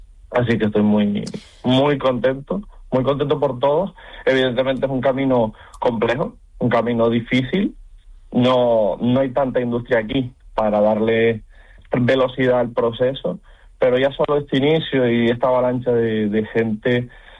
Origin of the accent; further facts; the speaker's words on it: Canary Islands, Spain; me considero un canario completo, o sea, miro por y para Canarias en todo lo